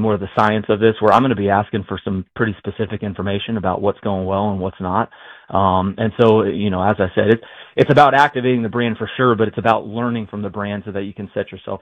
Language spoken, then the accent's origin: English; Pittsburgh, Pennsylvania, United States; moved away; growing up in Pittsburgh